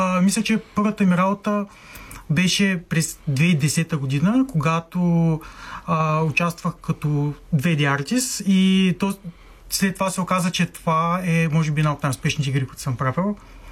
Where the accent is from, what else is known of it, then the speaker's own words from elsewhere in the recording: Nova Zagora, Stara Zagora Province, Bulgaria; Значи аз съм от Нова Загора и имам 15 години опит в гейминг индустрията.